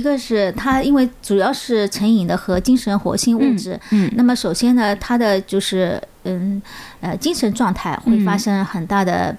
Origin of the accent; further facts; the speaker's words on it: China